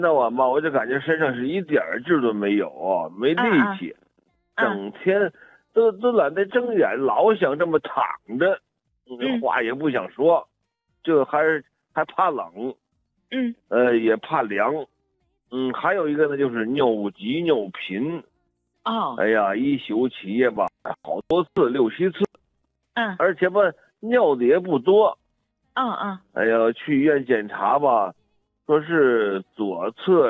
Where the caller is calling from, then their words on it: Gansu, China; 我是甘肃的，我今年67岁，